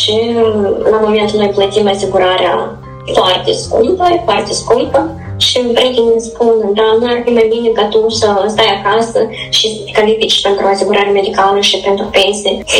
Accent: Moldova; moved away; Moldova este mereu în inima mea și mă întorc de fiecare dată cu drag. Mă strădui în fiecare an să vin acasă

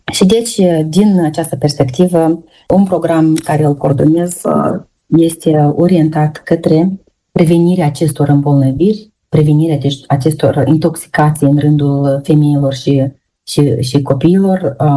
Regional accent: Moldova; moved away as an adult; now in Switzerland; Moldova rămâne acasă pentru mine, indiferent dacă mă aflu aici, chiar dacă la moment activez acum într-un context internațional și în Elveția, vin din Republica Moldova

